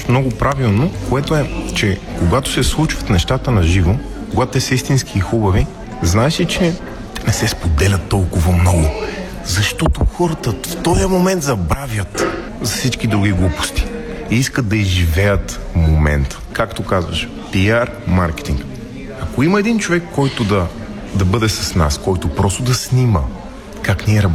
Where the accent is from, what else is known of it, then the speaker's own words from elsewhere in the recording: Blagoevgrad, Blagoevgrad Province, Bulgaria; moved away as an adult; also born or lived in Liverpool / Sofia; Аз съм израснал в Благоевград, обичам си града много